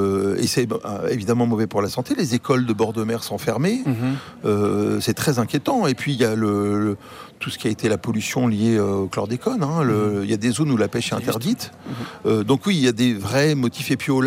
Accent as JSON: {"language": "French", "region": "Martinique", "country": "France", "tie": "born or raised there"}